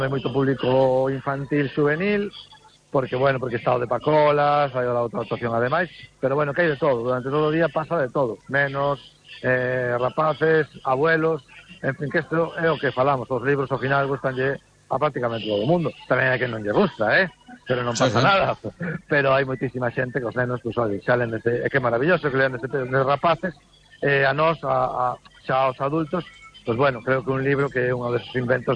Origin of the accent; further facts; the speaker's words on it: Bañobre, Galicia, Spain; se o digo polo meu pueblo, ¿no? Bañobre, quer decir, non somos nin concello, temos unha verbena, ¿no?